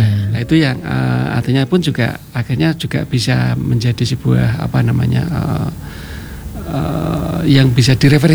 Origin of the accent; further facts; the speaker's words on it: East Java, Indonesia; now in Yogyakarta, Indonesia; terus terang kalau awal mula kan saya dari Jawa Timur, misalkan datang ke Jogja memang tidak cocok dengan gudeg yang semanis itu ya.